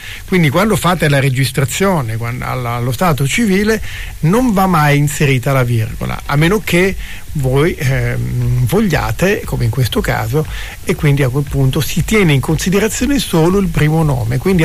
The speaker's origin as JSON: {"language": "Italian", "town": "Fidenza", "region": "Emilia-Romagna", "country": "Italy", "tie": "born there", "said": "io sono nato a Fidenza, quindi ridente cittadina"}